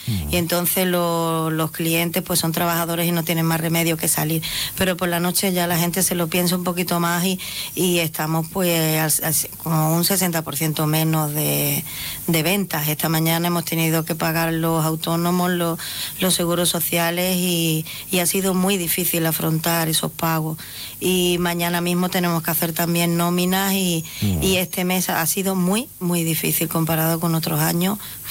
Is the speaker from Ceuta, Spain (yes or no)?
yes; Ceuta, Spain; yo soy nacida aquí en Ceuta, de padres ceutíes también, todos mis hermanos, toda la familia